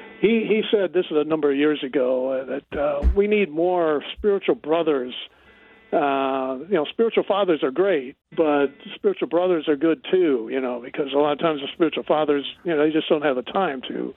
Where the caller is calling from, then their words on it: Ohio, United States; I'm in Northern Ohio.